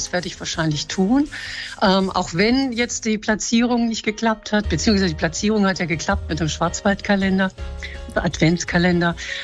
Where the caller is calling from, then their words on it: Darmstadt, Hesse, Germany; Ich komme aus Darmstadt